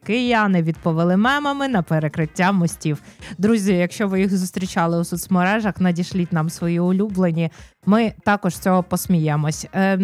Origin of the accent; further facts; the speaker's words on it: Kyiv, Ukraine; як кияни, знаєш, це, щоб не плакати, ми сміялись